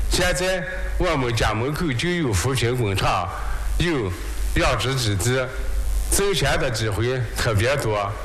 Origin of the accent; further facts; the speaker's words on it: Guyuan, Ningxia, China; now in Hongdeng Village, Hongsibu District, Wuzhong, China; 是从大山里面搬出来的。我的老家在固原市原州区张义镇，我们那里干旱缺水，种地也不行，交通也不方便。